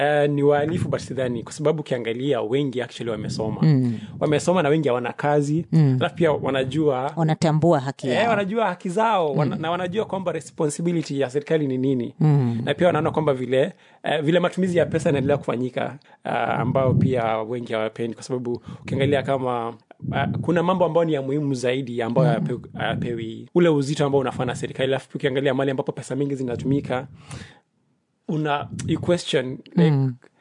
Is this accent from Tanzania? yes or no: no; Kenya; also born or lived in Mombasa; Najua pia nimetoka Kenya na pia nimesomea Mombasa, so joto haikunishtua sana.